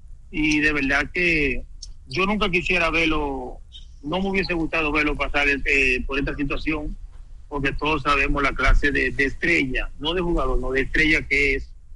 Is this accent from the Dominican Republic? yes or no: yes; Dominican Republic; Soy dominicano